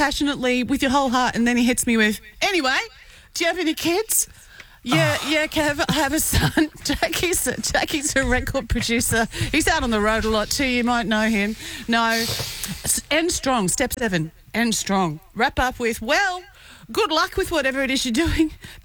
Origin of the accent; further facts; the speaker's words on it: Toowoomba, Queensland, Australia; This is Toowoomba. This is my hometown where I kind of feel like they kind of know who I am.